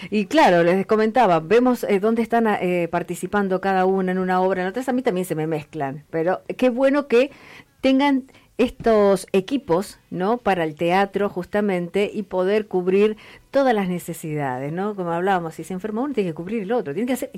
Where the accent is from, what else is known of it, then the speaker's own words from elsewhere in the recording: Argentina; 210 años de nuestra libertad como argentinos.